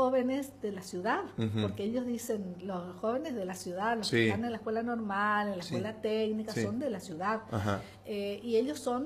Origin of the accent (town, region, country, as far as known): Argentina